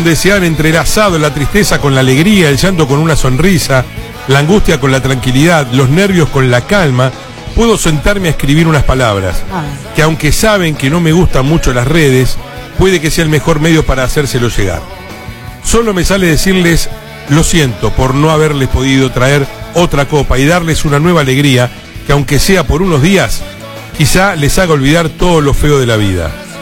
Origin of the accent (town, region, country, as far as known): Argentina